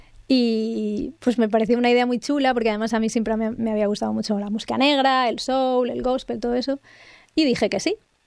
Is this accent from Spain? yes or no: yes; Spain; hay algo de nosotros, como españoles quizá, que les gusta.